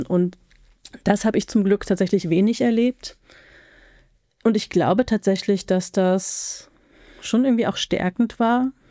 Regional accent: Halle, Saxony-Anhalt, Germany; ich komme aus Halle, wir waren, meine Mutter kommt aus Berlin und da war so der Rest oder war und ist der Rest der Familie.

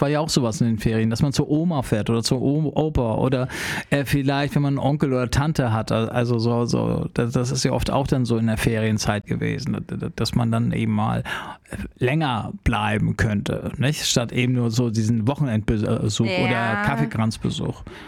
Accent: Hamburg, Germany; Also ich komme ja eigentlich aus Hamburg

